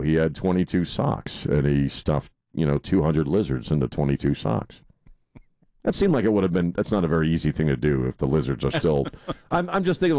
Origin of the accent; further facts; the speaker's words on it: Maryland, United States; moved away; I'm from Maryland, but I've never been to Cunningham Falls State Park.